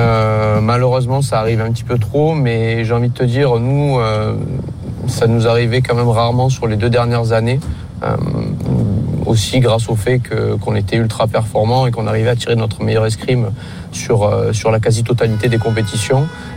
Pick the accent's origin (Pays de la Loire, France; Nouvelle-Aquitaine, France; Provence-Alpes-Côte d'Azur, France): Provence-Alpes-Côte d'Azur, France; Marseille; je viens de Marseille, écoutez les gars, j'ai foi en mon équipe